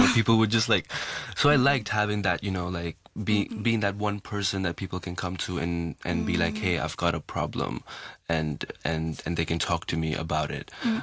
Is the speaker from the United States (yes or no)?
no; Hong Kong; growing up in Hong Kong, because Hong Kong is an international city, and whether you're in a local school or like an international school, you in a way do get to experience and meet people from different backgrounds